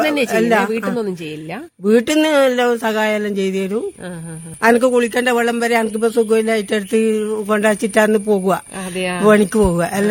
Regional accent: Kerala, India; എന്റെ തോലമ്പ്ര സ്കൂളിന്റെ അടുത്ത്.

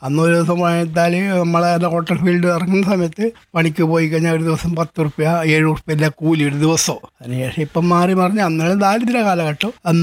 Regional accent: Kerala, India; ഞാൻ മരുതായി എന്ന സ്ഥലത്താണ് ജനിച്ചു വളർന്നത്.

